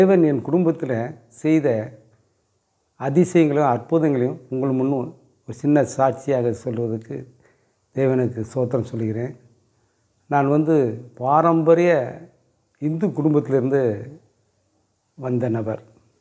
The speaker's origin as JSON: {"language": "Tamil", "area": "Tirunelveli district", "region": "Tamil Nadu", "country": "India", "tie": "born or raised there", "said": "எனக்கு சொந்த ஊர் வந்து திருநெல்வேலி மாவட்டம் தாளையத்து பக்கத்தில் பாலாமடங்கிற ஒரு சின்ன கிராமம், தாமிரபரணி ஆற்று ஓரத்தில் இருக்குது. நல்ல விவசாயம் செய்யக்கூடிய இடம். அங்கே தான் நான் பிறந்து வளர்ந்தது."}